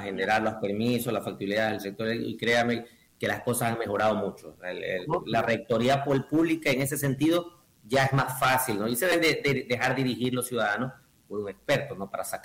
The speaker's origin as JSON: {"language": "Spanish", "country": "Ecuador", "said": "O sea, somos ecuatorianos, pero sabemos las deficiencias que tiene el sector público."}